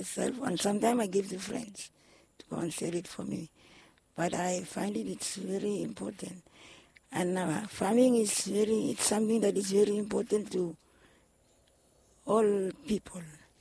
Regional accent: Pama, Vanuatu; I'm from Pama.

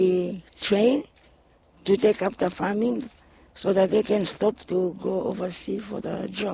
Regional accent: Pama, Penama, Vanuatu; I'm from Pama.

